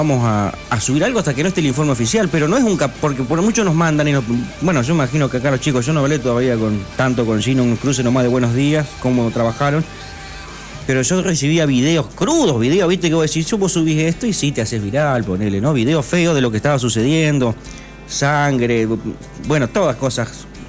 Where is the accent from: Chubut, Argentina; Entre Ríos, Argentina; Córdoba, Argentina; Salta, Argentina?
Entre Ríos, Argentina; Diamante; now in Strobel, Argentina; yo soy, obviamente, soy diamantino, vivo en Strober, soy diamantino.